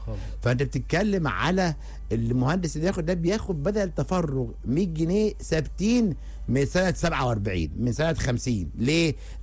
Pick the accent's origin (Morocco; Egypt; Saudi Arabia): Egypt; احنا عندنا في مصر حاجه اسمها المهندسين اللي بيشتغلوا باليوميه،